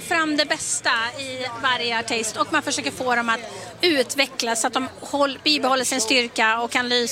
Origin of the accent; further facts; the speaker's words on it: Umeå, Västerbotten County, Sweden; moved away; Jag är uppvuxen i Umeå.